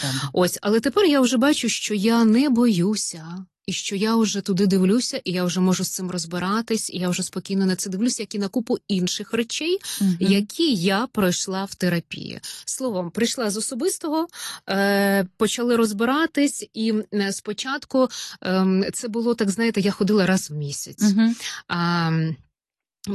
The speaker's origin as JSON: {"language": "Ukrainian", "region": "Kirovohrad Oblast", "country": "Ukraine", "tie": "born or raised there", "moved": "as an adult", "lives_now": "Kyiv, Ukraine", "said": "Це батьківщина, це Полтавщина, де я народилась, і Кіровоградщина, де я виросла у бабусі."}